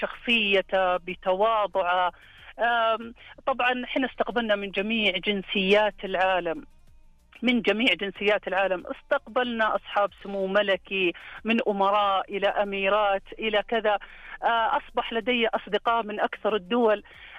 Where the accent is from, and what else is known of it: Saudi Arabia